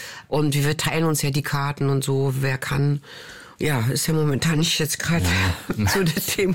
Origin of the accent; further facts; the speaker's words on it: Berlin, Germany; Ja, es tut mir gut und es ist meine Heimat. Zahnköpenick, da bin ich groß geworden, meine ganze Familie lebt da noch und das ist mir wichtig